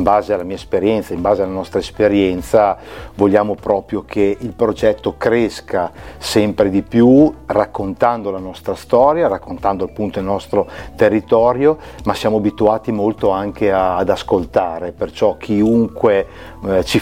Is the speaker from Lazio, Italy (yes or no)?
no; Cremona, Lombardy, Italy; attaccatissimo al mio paese e soprattutto in questo caso anche al mio territorio cremonese casalasco.